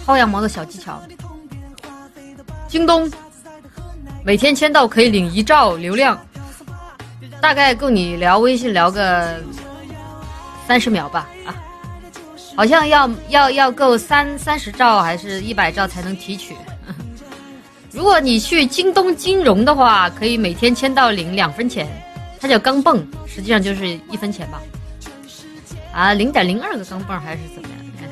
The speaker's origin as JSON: {"language": "Chinese", "region": "Guangdong", "country": "China", "accent": "Cantonese-accented (Guangdong)", "moved": "yes", "said": "因为我是广东人呐、啊，所以我说话有一点点广东腔。"}